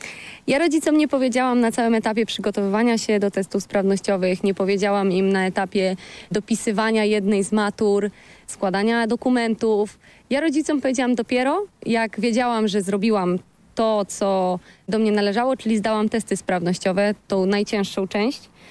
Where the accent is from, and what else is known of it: Subcarpathian Voivodeship, Poland